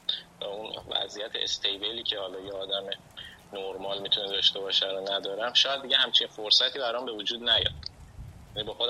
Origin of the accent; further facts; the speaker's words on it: Turkey; بهم گفت کجایی هستی، گفتم ترکیه